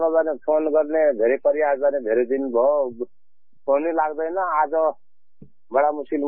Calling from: Doti District, Sudurpashchim Province, Nepal; म डोटी जिल्लाको बडीकेदार गाउँपालिकाबाट।

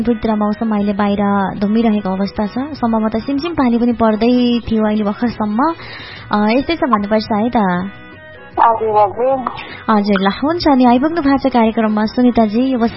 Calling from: Terhathum, Koshi Province, Nepal; तेह्रथुमबाट.

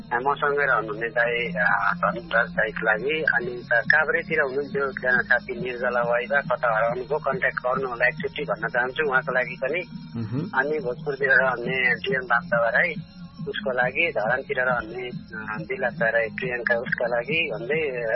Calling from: Irkhu, Bagmati, Nepal; इर्खुबाट है, घरकै खोस्टुले।

